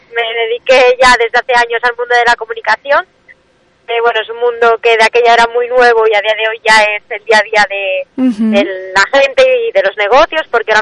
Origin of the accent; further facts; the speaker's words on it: Ferrol, Galicia, Spain; que somos de Ferrol de siempre